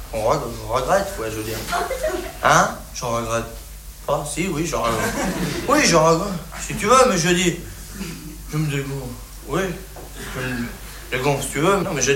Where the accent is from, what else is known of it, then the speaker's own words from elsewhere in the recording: France; Les Français, c'est des cons, ouais, bah, je suis bien placé, hein, je suis français.